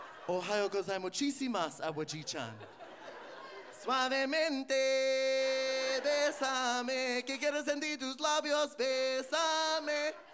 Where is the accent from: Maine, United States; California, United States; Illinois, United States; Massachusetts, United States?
California, United States; Bay Area; I grew up in the Bay Area, so parents were liberal. Our grandparents, not so much.